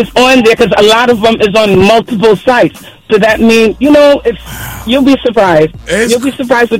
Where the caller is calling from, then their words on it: Yonkers, New York, United States; I'm calling from Yonkers.